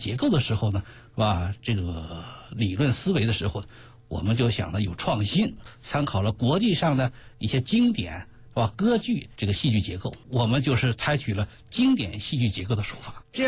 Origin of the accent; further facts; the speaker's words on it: China; 我们中国人